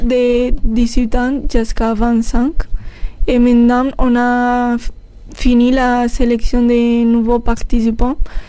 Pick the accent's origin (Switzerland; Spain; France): Spain; Castilla-La Mancha; French is a second language; Mais moi, je viens de Castilla-La Mancha, qui c'est en région... qui vivent de l'agriculture, parce que c'est une llanure, donc ça permet de l'agriculture, on dira. Et mes parents, ils sont agriculteurs.